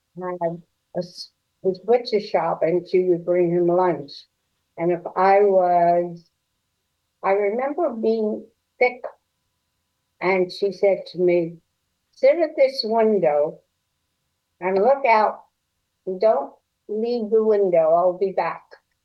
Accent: New York City, New York, United States; my growing up in Brooklyn.

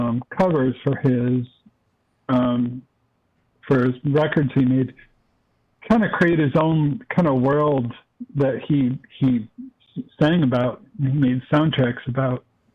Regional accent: Rochester, United States; Growing up in Rochester, I would walk all the time in the woods in the middle of winter.

